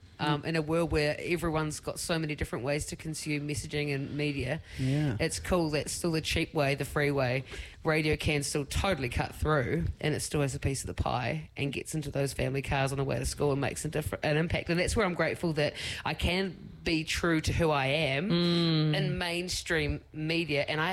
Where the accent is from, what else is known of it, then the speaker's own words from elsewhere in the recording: Dargaville, Northland, New Zealand; in Dargaville, my hometown, and did that for like the whole of sixth and then seventh form. And then just went straight on to like radio school in Wellington, and then just kept going after that.